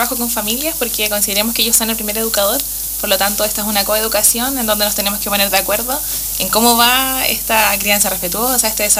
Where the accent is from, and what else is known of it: Coyhaique, Aysén, Chile; born or raised there